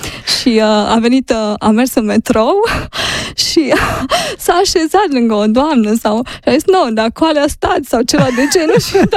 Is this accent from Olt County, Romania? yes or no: no; Maramureș County, Romania; Și i-am povestit ce înseamnă pentru noi partea asta de am crescut acolo, în Maramureș, și bunicii noștri ne cântau.